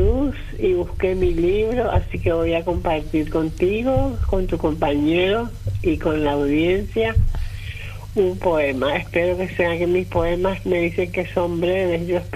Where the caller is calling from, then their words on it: Lambaré, Central, Paraguay; yo, como vivo en Lambaré, a veces me toca ir por la avenida Perón